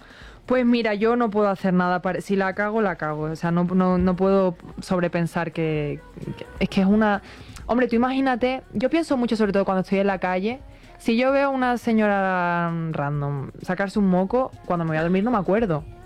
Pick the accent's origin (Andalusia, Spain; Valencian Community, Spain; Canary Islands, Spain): Andalusia, Spain; Ahora porque soy de Andalucía, entonces siempre la he admirado mucho